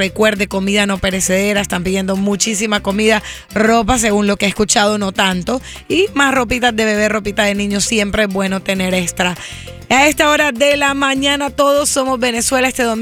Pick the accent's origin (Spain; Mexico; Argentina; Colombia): Colombia; Hoy juegan mi tierrita, Colombia.